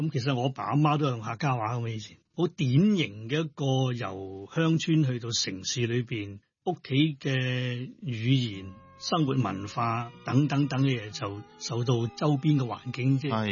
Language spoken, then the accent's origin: Cantonese; New Territories, Hong Kong; born there; first language Hakka; Cantonese is a second language; also born or lived in Cheung Sha Wan; 我第一個就可以喺城市出世啦。我家鄉就喺大埔啦。其实可以讲埋，我就喺黄鱼滩村长大嘅，就好频繁嘅。我成日翻乡下啦，翻乡下一年系一半时间喺城市，一半时间咧，一放假就会翻翻去